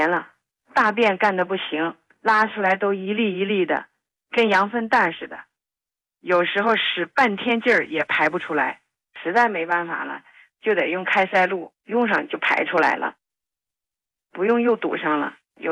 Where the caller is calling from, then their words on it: Daqing, Heilongjiang, China; 今年70了，从黑龙江大庆打过来的，